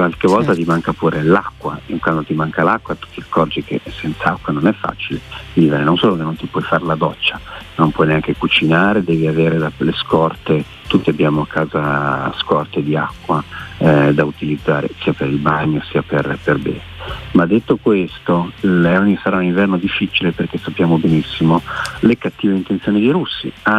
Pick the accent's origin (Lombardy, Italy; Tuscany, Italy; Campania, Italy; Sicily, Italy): Lombardy, Italy; Milan; Da milanese mi fa migliare questa parola.